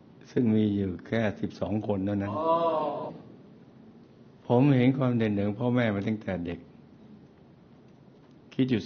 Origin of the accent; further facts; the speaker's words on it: Nong Khai, Thailand; หลวงพ่อครับผมเกิดที่จังหวัดหนองคายเติบโตอยู่ริมฝั่งแม่น้ำโขงในครอบครัวที่มีพี่น้องแค่12คนผมเป็นลูกคนที่7ของบ้านครับ